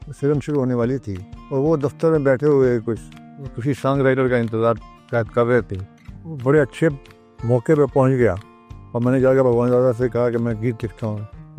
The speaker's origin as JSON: {"language": "Hindi", "region": "Delhi", "country": "India", "moved": "as an adult", "said": "मैं गीतकार बनने को आया हूँ, मैं दिल्ली से आया हूँ, मैं ये हूँ, मैं वो हूँ।"}